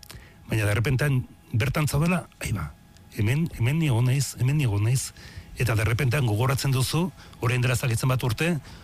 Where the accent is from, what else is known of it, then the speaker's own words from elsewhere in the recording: Legasa, Navarre, Spain; Bai, ni Legazakoa naiz. Legaza da erritxiki bat, hor Bertizaranan.